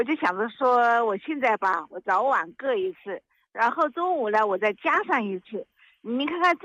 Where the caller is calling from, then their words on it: Baoji, Shaanxi, China; 我是陕西宝鸡的。